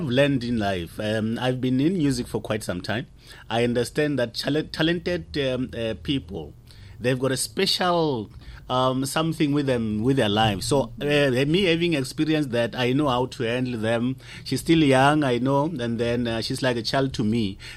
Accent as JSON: {"language": "English", "town": "Bushbuckridge", "region": "Mpumalanga", "country": "South Africa", "said": "I'm Shangan in the first place. I'm from Bushbuck Ridge, not far away from here in Puma and in Mozambique. Mm-hmm. There's a lot of Mozambican people from where I come from."}